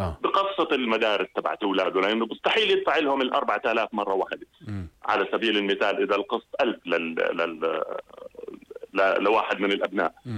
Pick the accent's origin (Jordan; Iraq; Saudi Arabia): Jordan; عندنا في الأردن